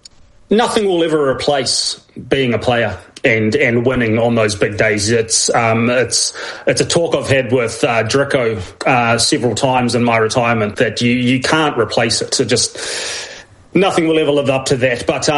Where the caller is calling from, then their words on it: Auckland, New Zealand; I am coming in from Auckland. Yep. Nighttime here. Winter's dawning on us.